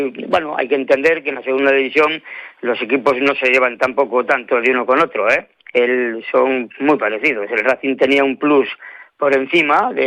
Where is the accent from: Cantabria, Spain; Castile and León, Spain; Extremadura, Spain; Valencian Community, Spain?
Cantabria, Spain; El Astillero; yo soy de Astillero y soy socio del Unión Club